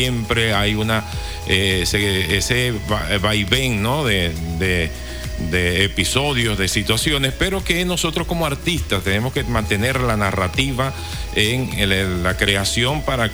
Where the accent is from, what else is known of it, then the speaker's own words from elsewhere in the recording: Venezuela; Nosotros como venezolanos